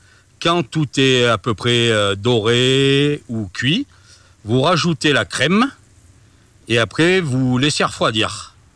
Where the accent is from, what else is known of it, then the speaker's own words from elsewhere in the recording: Clermont-Ferrand, Auvergne-Rhône-Alpes, France; moved away as an adult; now in Sancy, France; Je suis de Clermont-Ferrand. Et je suis dans le Sancy depuis 13 ans, où j'ai attaqué des saisons à Superbès, à Besse